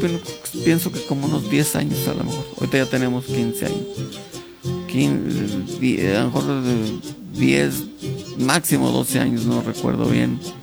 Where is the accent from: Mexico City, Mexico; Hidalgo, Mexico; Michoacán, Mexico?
Hidalgo, Mexico; Zimapán; moved away; yo soy de Zimapán, pero ya en un momento dado ya me regresé a mi pueblo, allá por el 2010